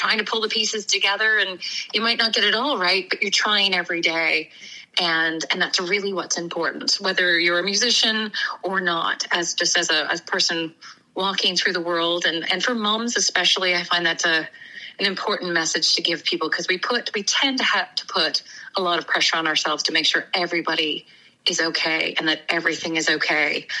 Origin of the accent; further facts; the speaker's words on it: Newfoundland and Labrador, Canada; also born or lived in Nova Scotia; Well, I grew up pretty close to you on the other side of the strait. I came from Newfoundland, and I've been in Nova Scotia now for a little over 20 years.